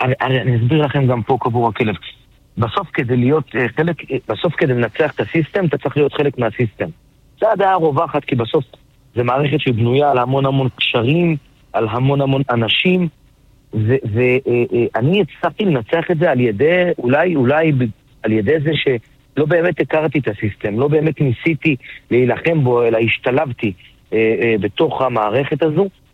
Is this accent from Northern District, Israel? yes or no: no; Ofakim, Southern District, Israel; מאופקים, משכונת אלי כהן, איש פשוט.